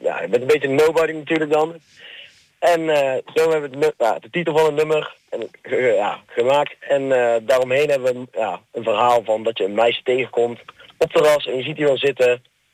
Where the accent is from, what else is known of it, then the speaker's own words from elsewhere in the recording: Dongen, North Brabant, Netherlands; ik kom uit Dongen.